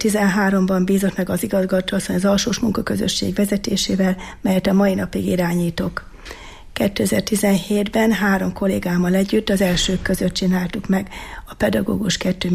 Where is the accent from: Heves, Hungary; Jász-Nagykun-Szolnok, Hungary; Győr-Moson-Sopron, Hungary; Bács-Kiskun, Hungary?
Heves, Hungary; Tenk; 1986. szeptember 1-én kezdtem meg a pedagógusi pályámat szülőfalumban